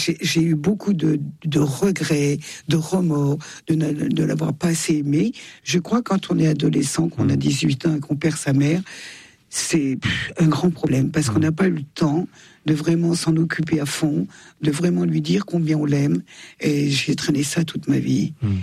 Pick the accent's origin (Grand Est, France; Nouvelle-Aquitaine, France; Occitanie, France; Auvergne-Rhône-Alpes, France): Auvergne-Rhône-Alpes, France; Je suis plus savoyarde que française.